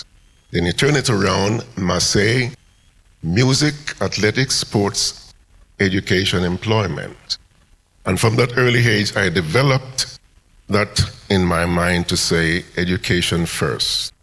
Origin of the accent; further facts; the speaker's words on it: Kingston, Jamaica; So I grew up in West Kingston with all my brothers and sisters